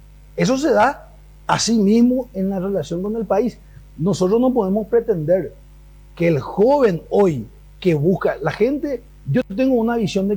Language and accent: Spanish; Paraguay; con mis defectos y mis virtudes. Yo soy paraguayo, con los aciertos y desaciertos.